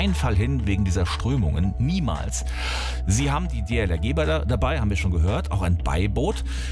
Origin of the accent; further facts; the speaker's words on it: Germany; Ich bin als Kind aufgewachsen am Rhein